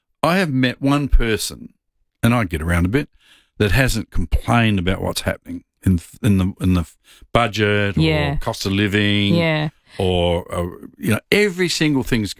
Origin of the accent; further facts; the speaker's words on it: Payneham, South Australia, Australia; In a normal suburb. I grew up in Paynham. And those homes there now are over a million.